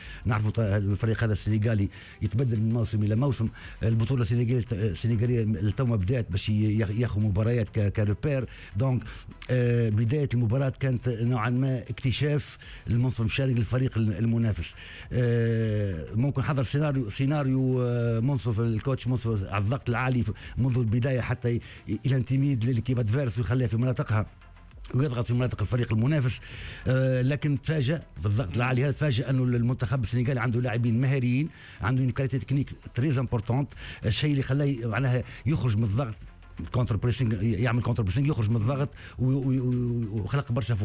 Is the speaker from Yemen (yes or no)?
no; Tunisia; احنا كتونسي